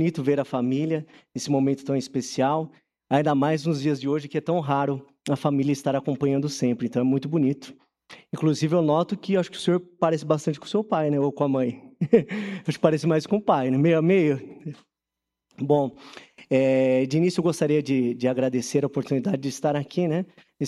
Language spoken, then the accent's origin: Portuguese; Guarulhos, São Paulo, Brazil; born there; moved away as an adult; now in Araras, Brazil; Pouquíssimos anos na cidade, não sou ararense, sou nascido em Guarulhos, mas me sinto hoje como ararense.